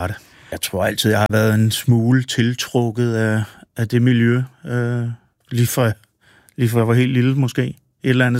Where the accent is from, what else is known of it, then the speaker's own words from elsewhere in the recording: Copenhagen, Capital Region of Denmark, Denmark; Jeg er født og opvokset på Østerbro, ja.